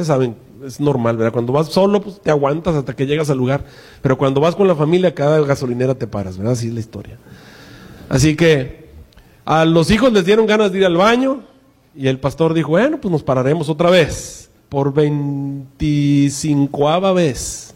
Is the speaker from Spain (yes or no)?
no; Mexico; decimos los mexicanos